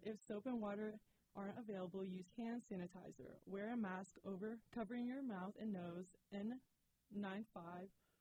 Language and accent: English; Virginia, United States; I'm from Nova, but, from, deep down in my roots, I'm Bolivian.